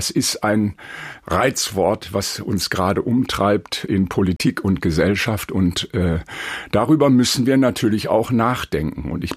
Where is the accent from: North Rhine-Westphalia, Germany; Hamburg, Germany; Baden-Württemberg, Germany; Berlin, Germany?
North Rhine-Westphalia, Germany; Moers; born there; moved away as an adult; Ich komme ja aus Moers und Moers ist bekannt durch das Moerser Jazz Festival.